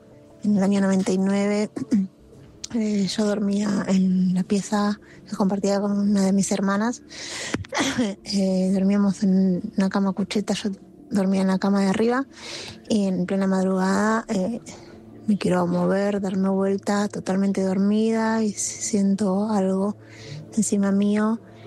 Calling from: Buenos Aires, Argentina; Soy de Zona Norte

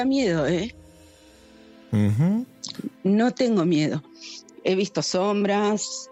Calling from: Río Gallegos, Santa Cruz, Argentina; Soy de Río Gallegos

